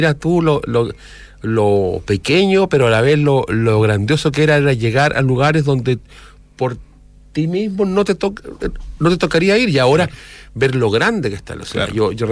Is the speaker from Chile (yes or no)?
yes; Antofagasta, Chile; moved away; Yo soy antofagastino, vivía hasta el año 2004 acá.